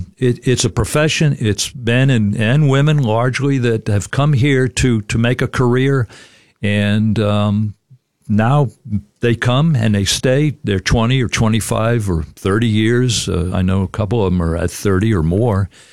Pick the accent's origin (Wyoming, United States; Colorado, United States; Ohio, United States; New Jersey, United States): New Jersey, United States; now in Keene, United States; And so here I come from New Jersey, a big mouth from New Jersey.